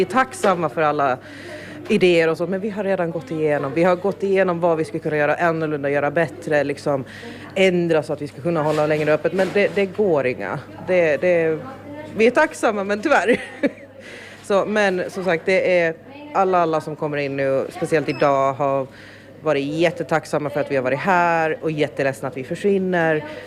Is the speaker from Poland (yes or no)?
no; Åland, Finland; also born or lived in Sweden; var ju bara 11 månader när vi flyttade tillbaka till Åland från Sverige. Så jag har ju växt upp här i huset.